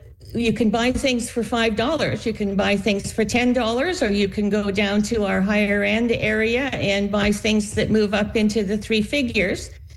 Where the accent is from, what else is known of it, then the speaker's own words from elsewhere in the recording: Canada; We've made a commitment as Canadian grandmothers in 2006